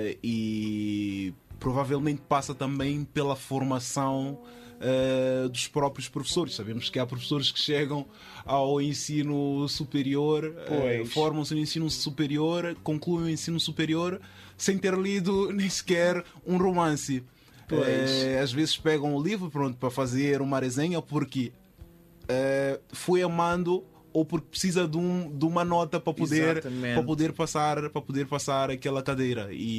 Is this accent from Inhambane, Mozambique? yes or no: no; Maputo, Maputo City, Mozambique; Nós costumamos, aqui em Moçambique, em Maputo em específico, que foi onde cresci, costumamos dizer que não compramos o livro porque o livro está muito caro